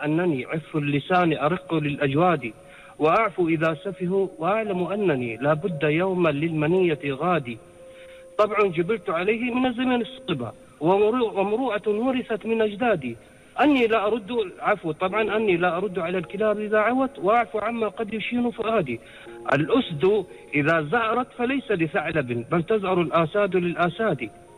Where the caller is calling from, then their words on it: Jubail, Eastern Province, Saudi Arabia; من الجبيل، من السعودية.